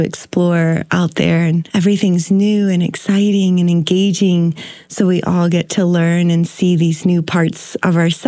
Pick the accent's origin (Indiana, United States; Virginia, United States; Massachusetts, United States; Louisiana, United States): Virginia, United States; moved away as an adult; now in Taos, United States; And now we've been living in Taos for the past year. This is our first visit back home to Virginia. I've never been outside of my home state this long before.